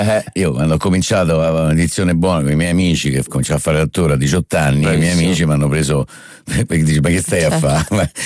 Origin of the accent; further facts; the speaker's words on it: Rome, Lazio, Italy; Perché essendo io romano, certo.